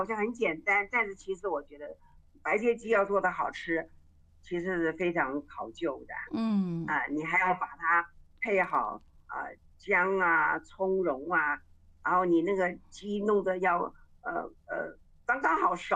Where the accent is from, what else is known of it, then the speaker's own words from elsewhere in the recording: Taiwan; 就像我们台湾人吃的这个那个什么，仙草，对吧？